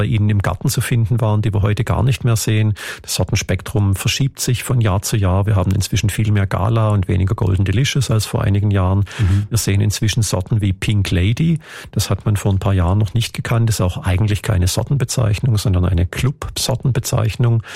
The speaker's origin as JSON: {"language": "German", "country": "Germany", "said": "man sieht das auch in Deutschland, wo ich herkomme, schon, dass viele Winzerbetriebe aufgeben müssen"}